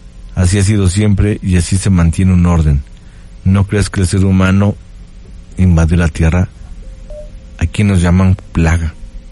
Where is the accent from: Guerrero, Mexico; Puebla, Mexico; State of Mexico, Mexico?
Puebla, Mexico; de aquí de Puebla, México. Desde aquí de Puebla, México, ahorita estamos transmitiendo completamente en vivo